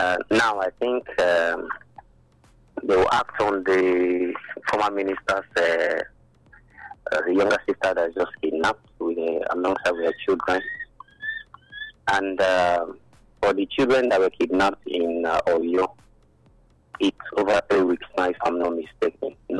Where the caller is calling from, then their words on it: Benin; I'm calling from Benin. Coach, I'm calling from Benin.